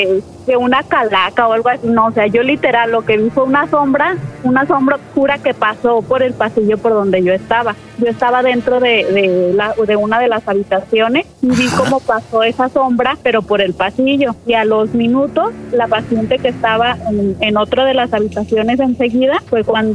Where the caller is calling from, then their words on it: Guadalajara, Jalisco, Mexico; De Guadalajara.